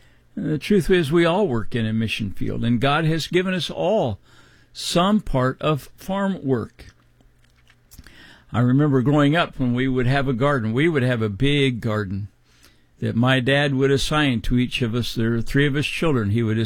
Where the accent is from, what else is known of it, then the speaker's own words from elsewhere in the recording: Midwest, United States; I grew up in the Midwest, and I was used to seeing farmers.